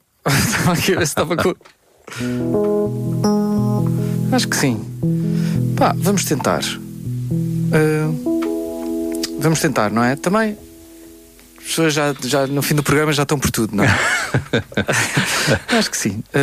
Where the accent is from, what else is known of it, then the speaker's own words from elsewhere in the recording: Coimbra, Centro, Portugal; primeira apresentação deste álbum foi em Coimbra, São Francisco, no Convento de São Francisco, uhum. na minha cidade natal.